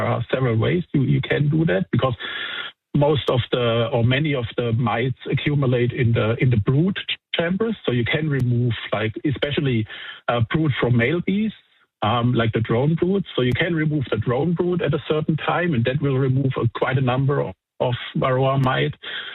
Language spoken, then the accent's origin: English; Germany; Because I'm from Europe, from Germany originally, and I already was aware quite a while ago about the problem that varroa mites are causing to, you know, the bee industry in Europe and all around the world.